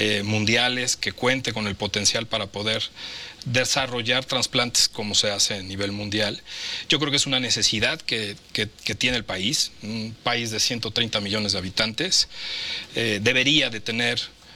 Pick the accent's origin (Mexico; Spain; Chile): Mexico; a mí me llena de orgullo como mexicano.